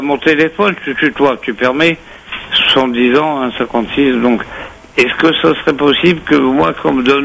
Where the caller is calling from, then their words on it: Réunion, France; Il y a 15 ans, je suis à la Réunion.